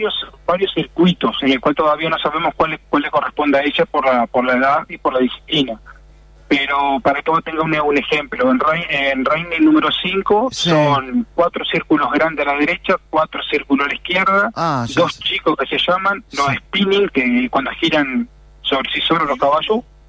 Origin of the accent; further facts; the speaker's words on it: Salto, Uruguay; Con 10 años nosotros venimos de Salto, con una barra muy grande de Salto de amigos.